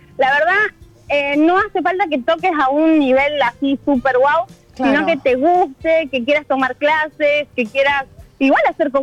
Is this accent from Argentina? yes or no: yes; Rosario, Santa Fe, Argentina; moved away as an adult; now in Mexico; sos argentina, ¿de dónde? De Rosario.